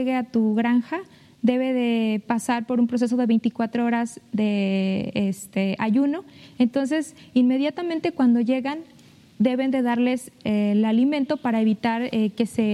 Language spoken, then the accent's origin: Spanish; Medellín de Bravo, Veracruz, Mexico; Del municipio de Medellín.